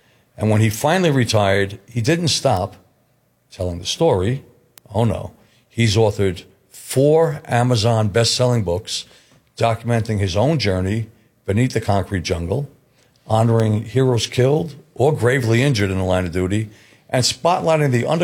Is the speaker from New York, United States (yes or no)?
yes; New York City, New York, United States; Both of us growing up in the Bronx.